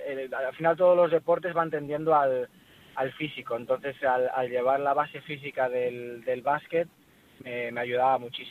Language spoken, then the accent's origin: Spanish; Galicia, Spain; somos cinco gallegos, contando con Lorenzo ya que es gallego